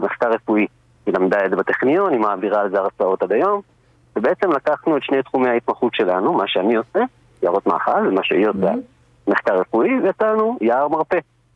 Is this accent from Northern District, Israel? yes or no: yes; Dafna, Northern District, Israel; now in Dafna, Israel; אני מדפנה במקור, הקיבוץ כמובן פונה